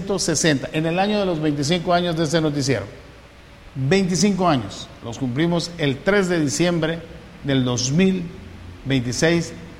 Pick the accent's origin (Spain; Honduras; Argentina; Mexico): Honduras; Siendo yo hondureño.